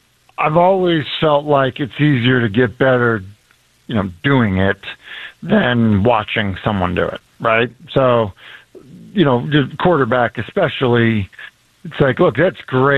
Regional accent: Northeast, United States; Well, really, a better example is like growing up in the Northeast or like starting to raise my kids in the Northeast.

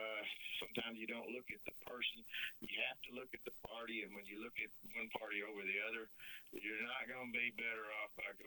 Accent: Brooklyn, New York, United States; So I grew up in Brooklyn, New York, not Brooklyn, Michigan.

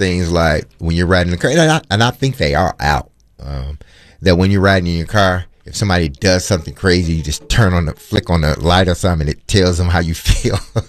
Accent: Michigan, United States; moved away; I'm from Michigan.

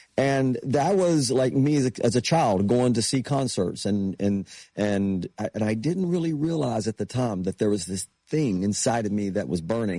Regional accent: Tennessee, United States; And that was me growing up in East Tennessee.

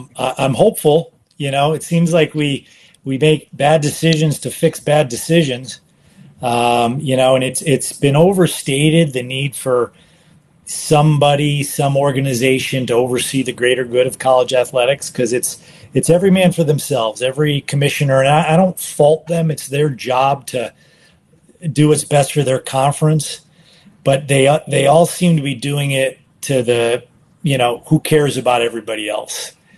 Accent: Northeast, United States; growing up in the Northeast

